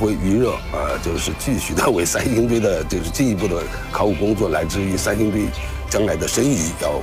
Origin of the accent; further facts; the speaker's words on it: China